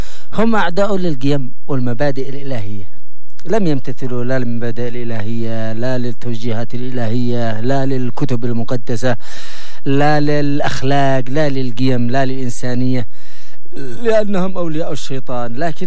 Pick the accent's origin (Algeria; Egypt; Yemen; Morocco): Yemen; أن شعبنا اليمني العزيز